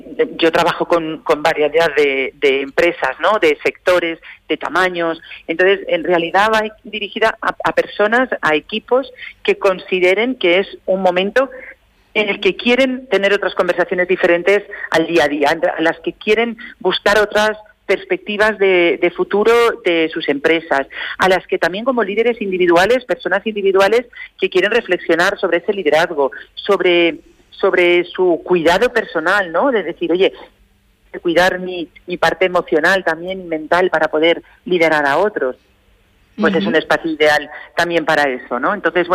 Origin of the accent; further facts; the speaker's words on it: Rillo, Aragon, Spain; mi pueblo, ¿no? A Rillo, que soy de aquí